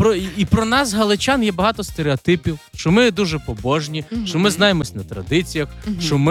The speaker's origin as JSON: {"language": "Ukrainian", "region": "Lviv Oblast", "country": "Ukraine", "tie": "born or raised there", "said": "я народився і виріс на Львівщині, або так, як кажуть всі, кому не пощастило там народитись, на Святій Галичині."}